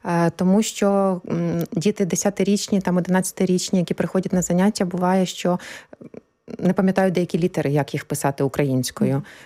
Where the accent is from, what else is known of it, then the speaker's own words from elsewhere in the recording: Kyiv, Ukraine; moved away as an adult; now in Poland; Я з Києва. Ось, і відповідно, ми вже тут більше 3 років.